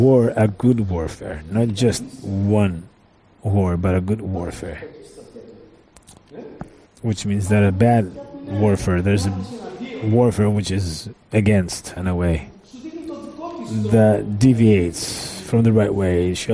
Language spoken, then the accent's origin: English; Rhodes, South Aegean, Greece; English is a second language; moved away; also born or lived in Heraklion; within a year I was in Heraklion from Rhodes, what was my homeland.